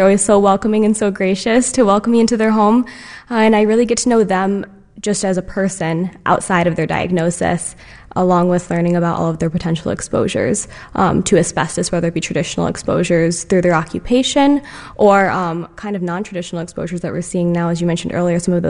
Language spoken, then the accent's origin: English; Northville, Michigan, United States; So I was born and raised in Michigan in a town called Northville. It's one of the Detroit suburbs.